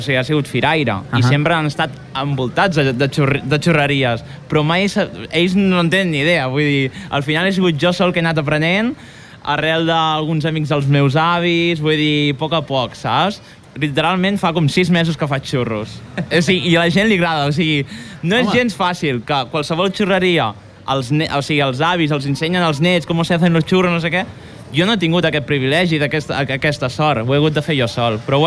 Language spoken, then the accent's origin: Catalan; Catalonia, Spain; born there; nosaltres som catalans, vull dir, nosaltres hem nascut aquí i tot.